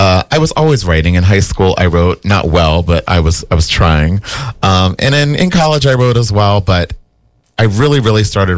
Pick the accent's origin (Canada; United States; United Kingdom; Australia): United States; Wilmington, Delaware; moved away; also born or lived in Boston; my hometown of Wilmington, Delaware. Big shout out to the 302.